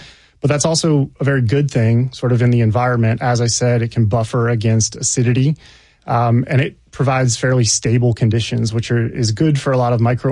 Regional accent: Appalachia, United States; moved away as an adult; now in Nashville, United States; But I come from the Appalachian side of Virginia, East Tennessee, Western Virginia.

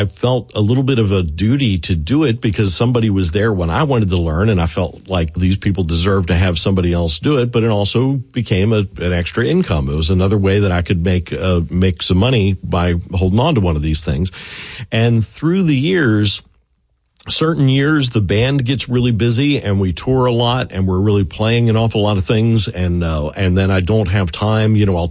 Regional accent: Maryland, United States; I grew up in Anne Arundel County, Maryland, just south of Baltimore.

